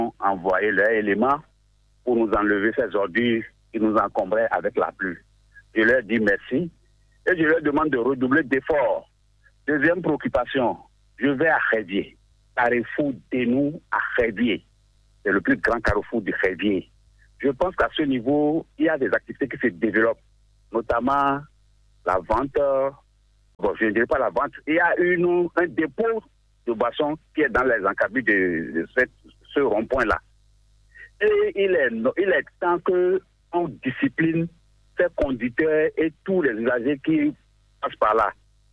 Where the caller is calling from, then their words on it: Benin; Je vous appelle depuis Yenadjo.